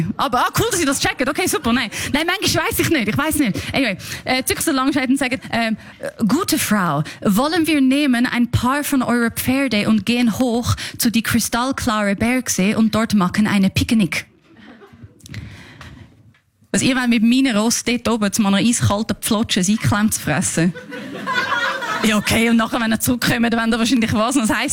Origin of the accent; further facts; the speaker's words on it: Switzerland; Aber ich habe schon das Gefühl, ich bin da in der Schweiz aufgewachsen. Ich habe die Ansprüche, die man hat, wenn man in der Schweiz aufwächst.